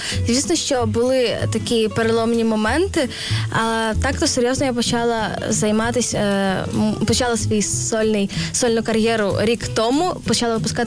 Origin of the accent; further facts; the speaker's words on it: Lviv, Lviv Oblast, Ukraine; Я родом зі Львова.